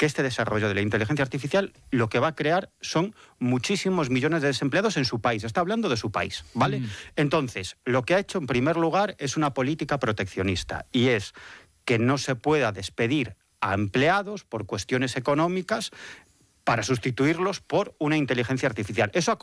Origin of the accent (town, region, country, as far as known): Galicia, Spain